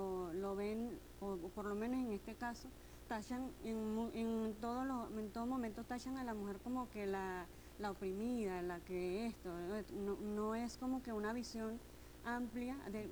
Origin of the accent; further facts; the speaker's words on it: Venezuela; yo como venezolana y conociendo, otras religiones, vi el verdadero amor al prójimo conociendo el Islam